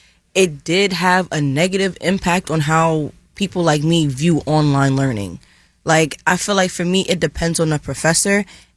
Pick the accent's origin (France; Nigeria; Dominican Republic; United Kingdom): Dominican Republic; now in United States; Well, I come from Dominican Republic, so I'm the first one in my family to have 2 degrees.